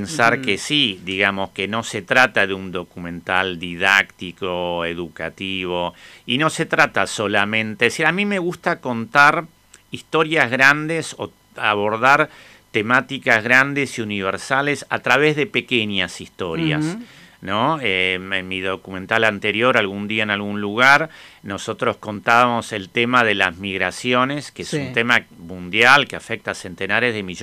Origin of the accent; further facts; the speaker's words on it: Argentina; yo como argentino